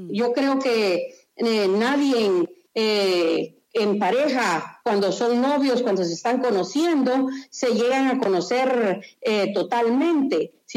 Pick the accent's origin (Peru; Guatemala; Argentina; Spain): Guatemala; now in Providence, United States; Nosotros venimos de Guatemala, ambos, uh-huh. Y lo más curioso es de que vivíamos, que solo un río dividía las dos aldeas donde nosotros vivíamos, y nunca nos conocimos allá. Uh-huh. Y venimos a conocernos acá en Estados Unidos, en Providence, Rhode Island. Uh-huh. Ya tenemos yo tengo 40 años de vivir acá en Providence